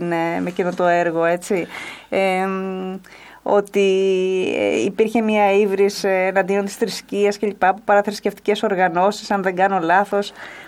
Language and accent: Greek; Eva, Greece; Είναι το χωριό μου στην Εύα. Στην Εύα είναι το χωριό μου, είναι δίπλα. Βέβαια κάτω, χαμηλά, όχι στους καταράκτες. Ναι. Στην πλευρά της Ηλίας όμως, έτσι.